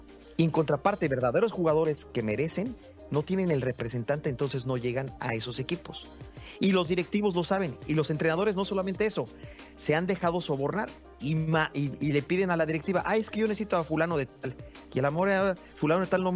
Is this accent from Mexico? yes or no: yes; Mexico; now in United States